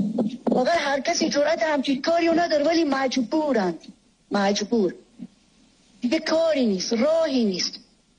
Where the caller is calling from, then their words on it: Sistan and Baluchestan, Iran; من بلوچم، خودم تو بلوچستانم